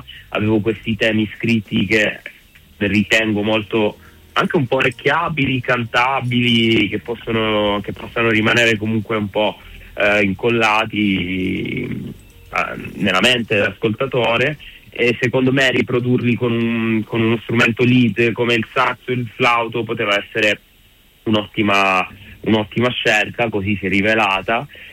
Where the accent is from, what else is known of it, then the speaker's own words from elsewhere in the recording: Reggio Calabria, Calabria, Italy; born there; moved away as an adult; now in Milan, Italy; sono calabrese, sono nato a Reggio Calabria, però vivo a Milano da ormai quasi più di 10 anni.